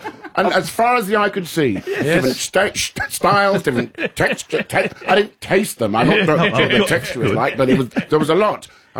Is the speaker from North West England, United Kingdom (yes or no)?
no; London, United Kingdom; We are very much, I come from London, and my palate, I think, is quite sophisticated.